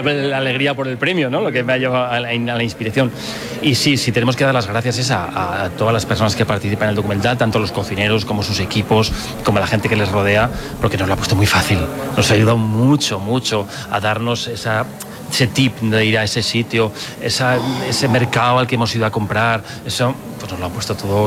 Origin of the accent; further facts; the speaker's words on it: Pamplona, Navarre, Spain; Yo navarro, yo navarro. De Pamplona, nada más